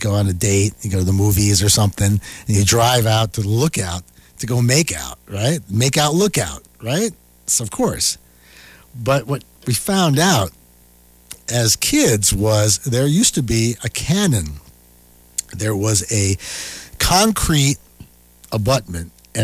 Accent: Haverstraw, New York, United States; born or raised there

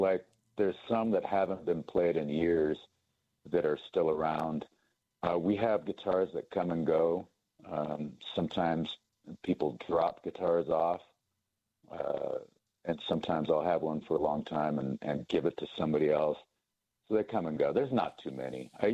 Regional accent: Montana, United States; I don't know how I ever ended up with his records as a child growing up in Montana.

